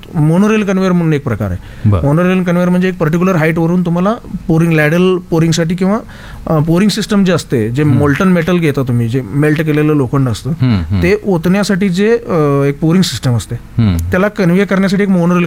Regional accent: Pune, Maharashtra, India

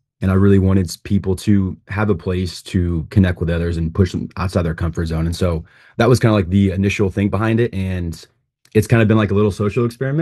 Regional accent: Arizona, United States; now in Chicago, United States; I grew up in Arizona, and you always hear when you're a kid, you know, the Midwest is very open and friendly.

